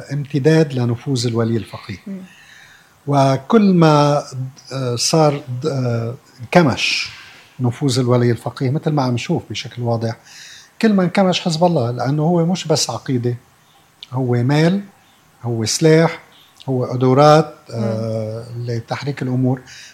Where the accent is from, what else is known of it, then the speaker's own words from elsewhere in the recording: Lebanon; born there; أنا كمسلم سني أني خلقت بلبنان تعددي